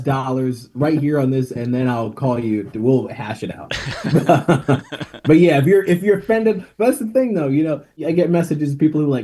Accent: Tanzania; I'm from Tanzania, East Africa

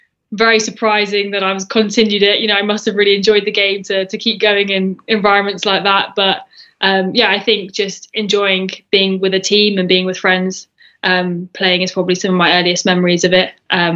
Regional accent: Bedford, East of England, United Kingdom; born or raised there

